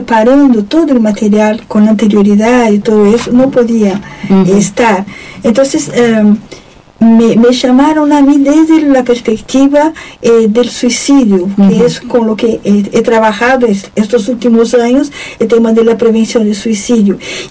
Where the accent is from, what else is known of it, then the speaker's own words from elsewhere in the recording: Brazil; Spanish is a second language; now in Uruguay; Bueno, ya de inicio yo dije, bueno, soy brasileña, así que perdonen alguna.